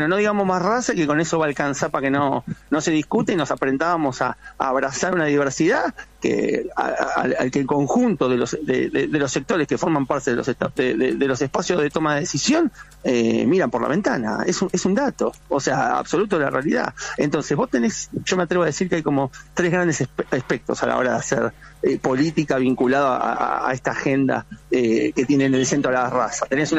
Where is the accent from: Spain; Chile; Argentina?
Argentina; quienes somos los argentinos